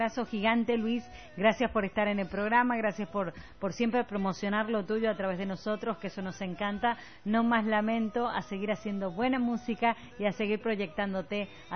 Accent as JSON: {"language": "Spanish", "country": "Bolivia", "said": "esa diversidad es lo que nos hace fuerte a los bolivianos."}